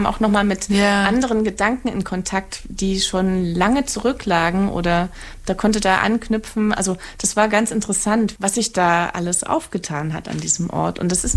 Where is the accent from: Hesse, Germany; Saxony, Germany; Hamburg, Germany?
Saxony, Germany; Also da, wo ich herkomme, im Erzgebirge, da driften die Jugendlichen mit dem Auto auf den Schneeflächen.